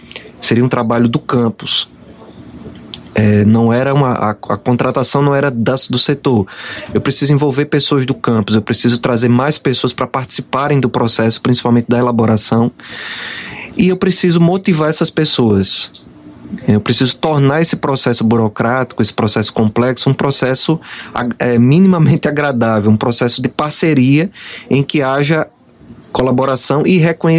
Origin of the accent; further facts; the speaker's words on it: Alagoas, Brazil; moved away as an adult; now in Maceió, Brazil; Tenho orgulho também das minhas origens. Eu sou do interior mesmo, de Alagoas. Eu sou de um povoado, né, chamado Peleve, que muita gente conhece.